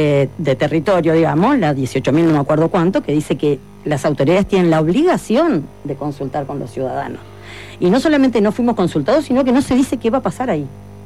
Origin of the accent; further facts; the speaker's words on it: Punta del Este, Maldonado, Uruguay; Nací en Punta del Este, pero me crié en un barrio de mucamas, que era ese, la Parada 2, donde está la terminal